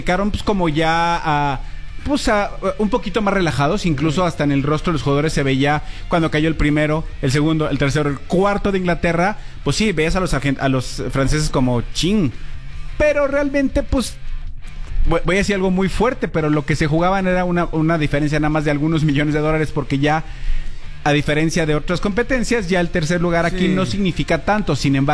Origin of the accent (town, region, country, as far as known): Mexico